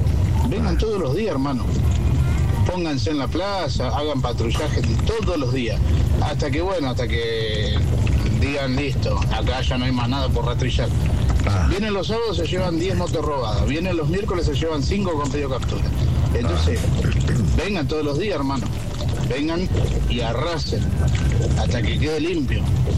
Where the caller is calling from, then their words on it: Río Tala, Buenos Aires Province, Argentina; Yo que soy de Río Tala, ¿no? … del taxi.